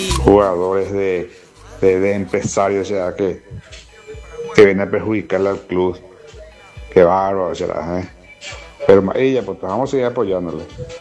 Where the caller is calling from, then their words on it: San Lorenzo, Central, Paraguay; Te saludo de San Lorenzo.